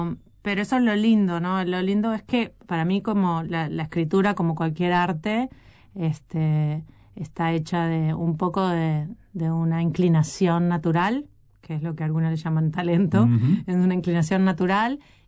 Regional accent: Uruguay; moved away as an adult; O sea, yo soy uruguaya, yo viví en Uruguay hasta los 28 años ininterrumpidamente.

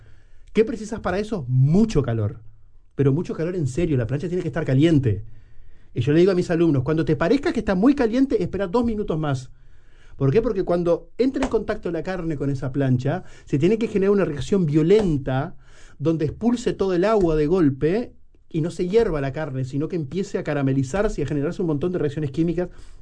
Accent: Artigas, Uruguay; Soy de la frontera, soy de Artigas.

